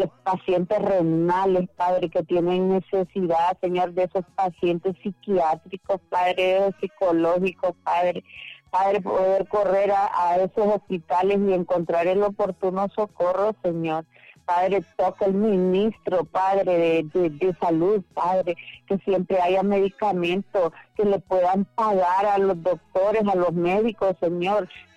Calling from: La Ceiba, Atlántida, Honduras; desde La Ceiba.

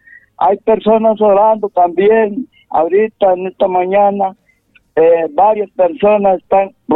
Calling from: San Luis, Santa Bárbara, Honduras

